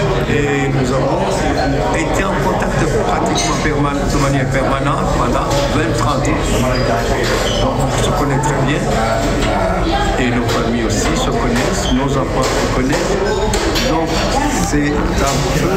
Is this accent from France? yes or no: no; Burundi; now in Canada; Moi, je viens du Burundi, je suis d'autant plus sensible que c'est un pays frère.